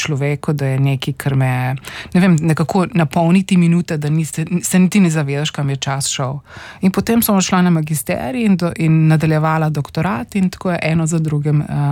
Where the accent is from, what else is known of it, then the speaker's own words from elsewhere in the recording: Postojna, Primorska, Slovenia; Jaz sem odraščala v Postojni, oziroma bom rekla splošno na Primorske